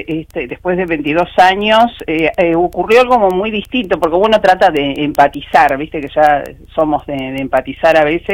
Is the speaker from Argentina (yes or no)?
yes; Argentina; now in Río Turbio, Argentina; viste lo que somos los argentinos.